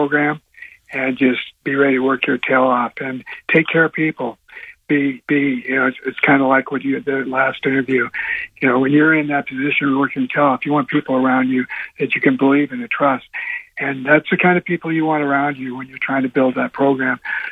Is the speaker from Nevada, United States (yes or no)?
yes; Las Vegas, Nevada, United States; I'm from Vegas